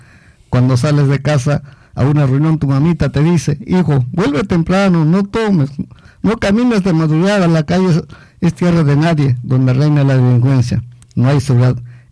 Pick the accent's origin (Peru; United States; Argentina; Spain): Peru; Chilcas, Ancash; mi pueblo de Chilcas, a las de la provincia de Ocros, a las de la región Ancash